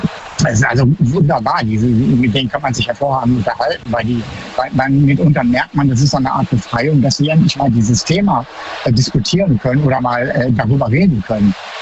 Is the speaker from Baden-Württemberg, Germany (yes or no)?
yes; Baden-Baden, Baden-Württemberg, Germany; Ja, eher Baden-Baden.